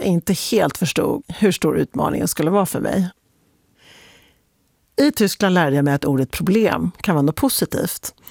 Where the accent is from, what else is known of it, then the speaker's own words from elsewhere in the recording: Sweden; moved away as an adult; also born or lived in Berlin, Germany; Jag var svensk, under 30, utan industriell erfarenhet och kvinna.